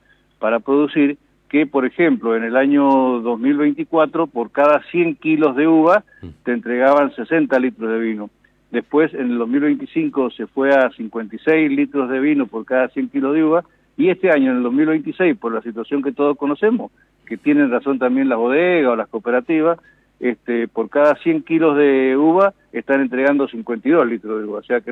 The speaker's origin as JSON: {"language": "Spanish", "town": "Guaymallén", "region": "Mendoza", "country": "Argentina", "said": "cuando vengo de mi departamento de Guaymallén hacia Junín"}